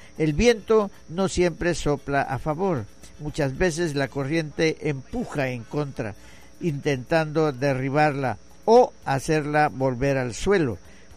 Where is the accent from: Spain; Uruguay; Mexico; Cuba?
Mexico; Santa Cruz; moved away; sí, soy de Santa Cruz.